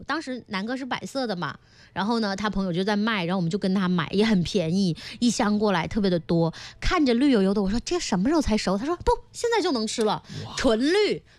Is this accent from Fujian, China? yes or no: no; Guangxi, China; 就是我们广西人独享的夏日福利，就是在我们广西的小众水果